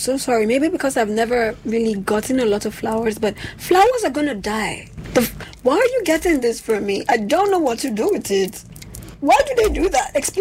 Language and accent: English; Nigeria; when I hear date as a Nigerian